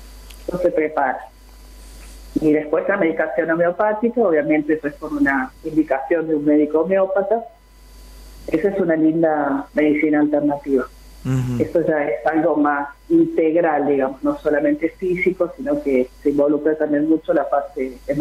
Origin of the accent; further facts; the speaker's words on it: San Luis, Argentina; moved away as an adult; also born or lived in Villa Gesell; now in General Madariaga, Argentina; Sí, yo vengo de San Luis. Hace 20 años me instalé en Villa Gesell. Y bueno, ahora llegué acá, a Madariaga.